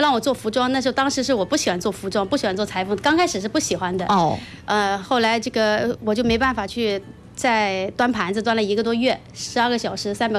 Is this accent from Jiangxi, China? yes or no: yes; Nanchang, Jiangxi, China; moved away as an adult; now in Jinan, China; 家江西南昌